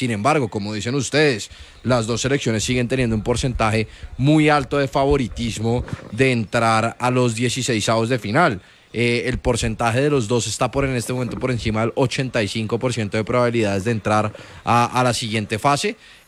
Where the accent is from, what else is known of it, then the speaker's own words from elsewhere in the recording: Colombia; Yo siempre soy colombiano.